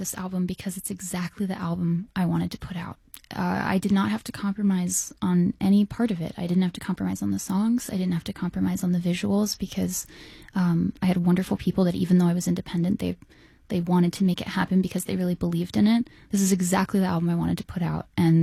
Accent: Texas, United States; I get to meet people that I wish I knew growing up, and I get to meet people who really define what being Texan is to me, which is diversity, inclusion.

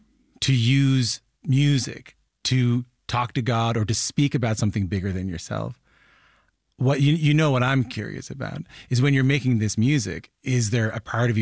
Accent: Newfoundland and Labrador, Canada; I'm from Newfoundland, and we eat a lot of salt fish in Newfoundland, right?

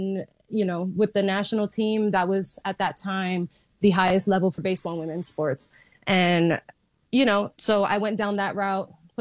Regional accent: New York, United States; I'm a New Yorker, born and raised here my entire life, still here.

